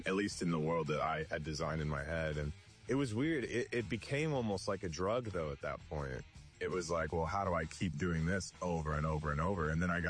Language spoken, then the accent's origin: English; Texas, United States; born or raised there